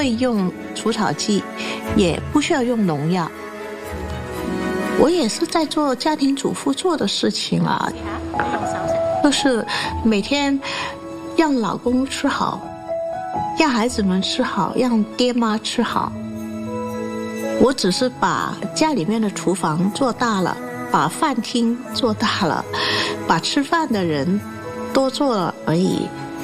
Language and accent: Chinese; Guangzhou, Guangdong, China; 我是广州的女儿，香港的儿媳妇。